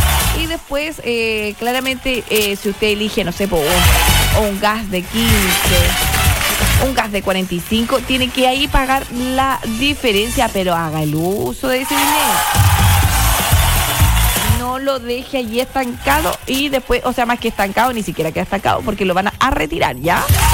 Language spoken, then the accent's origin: Spanish; Chile